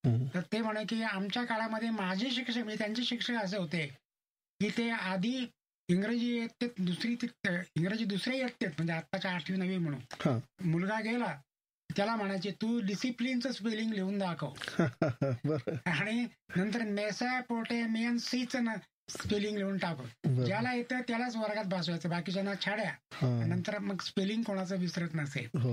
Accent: Maharashtra, India; also born or lived in Nevasa; माझं गाव रुद्रेश्वर देवस्थान जवळ

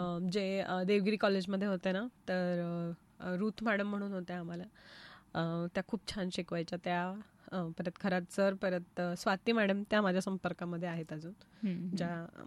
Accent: Aurangabad, Maharashtra, India; moved away as an adult; also born or lived in Pune; माझा जन्म, माझं शिक्षण औरंगाबादला झालं, सध्या ज्याला आपण संभाजीनगर, छत्रपती संभाजीनगर म्हणतो। माझं बालपण ही पूर्ण, माझं MSc पर्यंतचं सगळं शिक्षण हे औरंगाबादमध्येच झालं आणि लग्न झाल्यानंतरच मी औरंगाबाद सोडलं।

